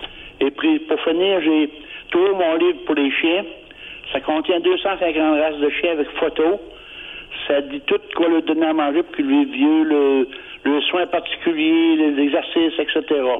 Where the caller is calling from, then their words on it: Saguenay, Quebec, Canada; J'appelle de Chicoutimi.